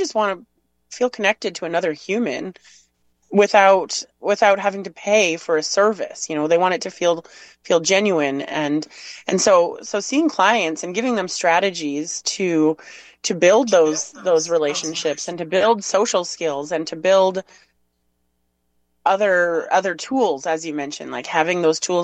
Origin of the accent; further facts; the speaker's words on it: Canada; being a Canadian